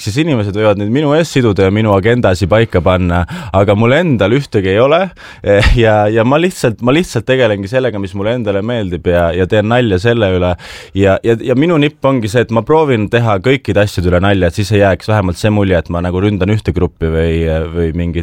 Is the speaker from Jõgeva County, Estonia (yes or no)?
no; Saare County, Estonia; Ma olen Saaremalt pärit